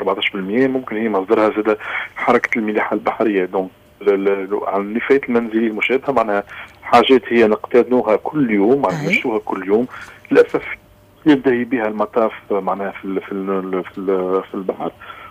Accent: Tunisia; اللي كتوانسه

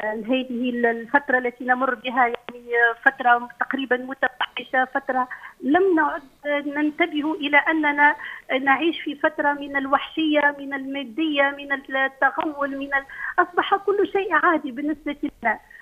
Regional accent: Tunisia; وهذا من حقنا كتونسيين أن نكون في صدارة المشهد،

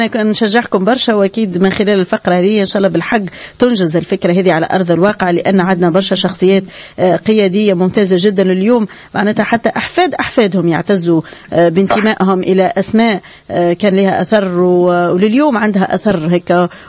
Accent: Tunisia

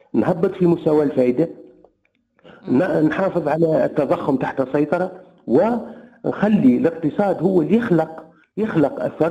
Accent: Tunisia; احنا كاقتصاد تونسي

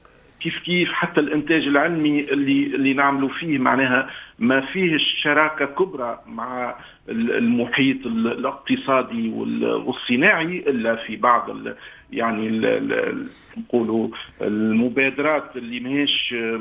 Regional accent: Tunisia; احنا في تونس

